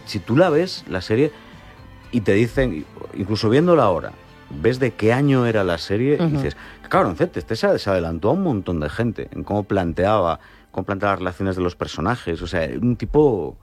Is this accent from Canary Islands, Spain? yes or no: no; Ribadeo, Galicia, Spain; como decimos en mi tierra, en Ribadeo